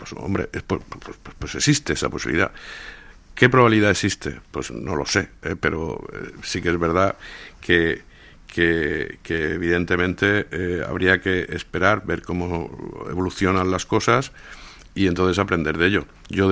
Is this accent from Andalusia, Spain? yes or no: no; Orihuela, Valencian Community, Spain; sabes que soy de Orihuela.